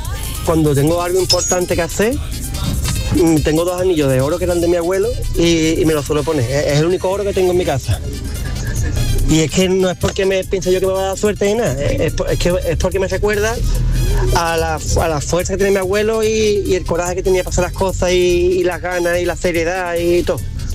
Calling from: Jerez de la Frontera, Andalusia, Spain; Saludos desde Jerez

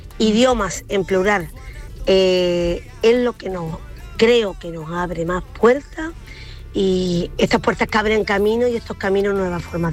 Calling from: El Perrunal, Andalusia, Spain; del Perrunal, Huelva.

